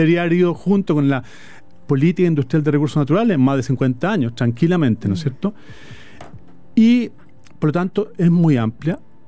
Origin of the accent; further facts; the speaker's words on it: Chile; Los chilenos y chilenas consideramos que la naturaleza es nuestra identidad.